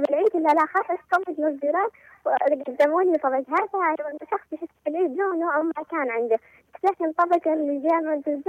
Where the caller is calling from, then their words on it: Marib, Yemen